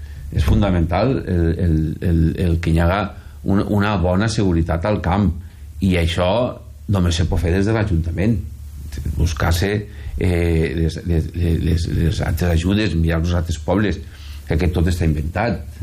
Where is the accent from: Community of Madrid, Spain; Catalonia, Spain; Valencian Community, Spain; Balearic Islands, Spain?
Valencian Community, Spain; Benicarló; ara parlaré de Benicarló, no? Que és el meu poble, té 48 quilòmetres quadrats